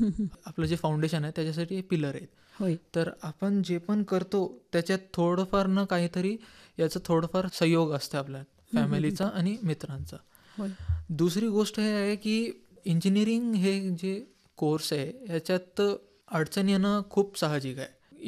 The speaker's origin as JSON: {"language": "Marathi", "town": "Nanded", "region": "Maharashtra", "country": "India", "said": "मी नांदेडचाच आहे."}